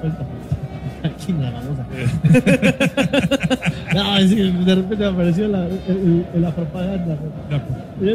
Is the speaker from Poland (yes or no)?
no; Mexico City, Mexico; Somos de aquí, de la Ciudad de México